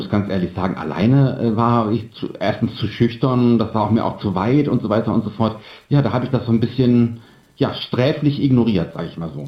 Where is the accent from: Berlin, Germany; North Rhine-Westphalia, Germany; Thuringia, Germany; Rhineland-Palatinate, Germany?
North Rhine-Westphalia, Germany; Mönchengladbach; denn ich komme aus Mönchengladbach, nach 5,5 Stunden Fahrt, 6 Stunden Fahrt, habe ich mich da aufs Ohr gehauen